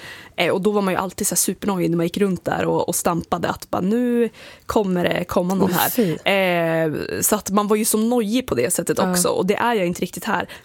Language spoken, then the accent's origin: Swedish; Jämtland County, Sweden; moved away; Jag kommer ju då från Jämtland